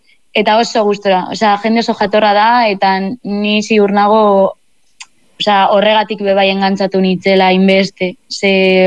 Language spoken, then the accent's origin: Basque; Bilbao, Basque Country, Spain; ze ni Iralakoa naiz, eta Labairu kalea dau Iralara joateko normalean pasatu berzara hortik batzutan.